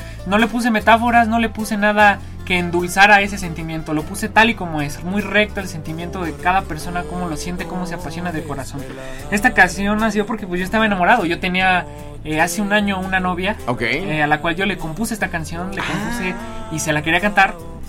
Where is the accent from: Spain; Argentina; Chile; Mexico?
Mexico; State of Mexico; yo soy del Estado de México, aunque pues tengo familia regia, que por eso precisamente quiero pensar que en la sangre se siente lo del regional mexicano, ¿no? lo del norte.